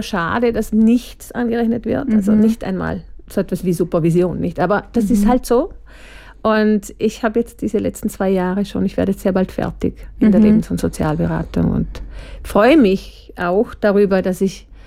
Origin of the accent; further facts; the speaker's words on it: Feldkirch, Vorarlberg, Austria; moved away as an adult; also born or lived in Innsbruck; now in Spain; wie du schon gesagt hast, und ich komme ursprünglich aus Feldkirch, bin dort aufgewachsen und dann aber habe ich in Innsbruck Politikwissenschaften studiert und bin nach dem Studium eigentlich gleich mal, lass mich überlegen, 1995 nach Spanien gezogen